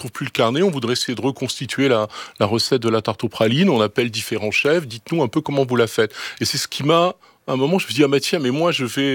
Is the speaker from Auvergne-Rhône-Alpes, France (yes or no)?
no; Rouen, Normandy, France; parce que moi je suis né à Rouen